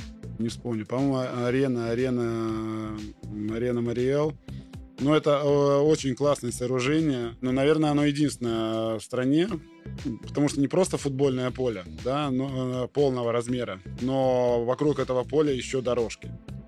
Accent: Chișinău, Moldova; also born or lived in Yoshkar-Ola, Russia; Я родился в Йошкар-Оле, но долго там не жил. Прожил буквально чуть-чуть до того, как уехали с родителями и с сестрой в Кишинев. Потом учился в Йошкар-Оле полтора года.

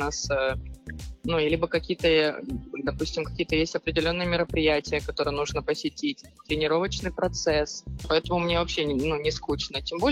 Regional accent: Volgodonsk, Rostov Oblast, Russia; moved away as an adult; now in Kirishi, Russia; переехала, мне было 18 лет, и, конечно, это был в первую очередь страх, даже независимо от того, ну, у нас мой родной город Волгодонск, он там, 176 тысяч человек живет, в городе Кириши вообще 56 тысяч.

